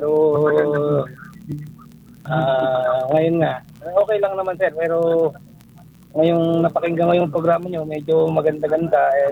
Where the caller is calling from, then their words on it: Roxas, Cagayan Valley, Philippines; dito po sa Rojas, sir. Rojas Isabela.